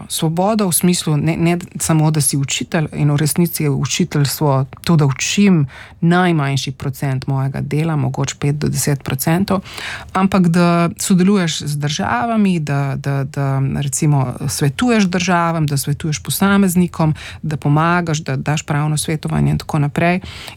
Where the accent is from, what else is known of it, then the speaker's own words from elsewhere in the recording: Postojna, Littoral–Inner Carniola, Slovenia; Jaz sem odraščala v Postojni, se pravi pri, oziroma bom rekla splošno na Primorskem